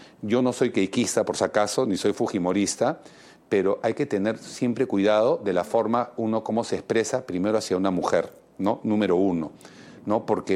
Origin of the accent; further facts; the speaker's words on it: Peru; como ciudadano, como peruano, como un líder político